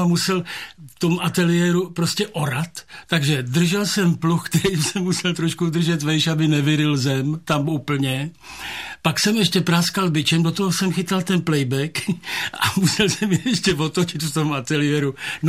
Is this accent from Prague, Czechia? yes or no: yes; Prague, Czechia; A já jsem se jako rodilej Pražák, jsem někdy nepřišel do styku s takovýmhle dobytkem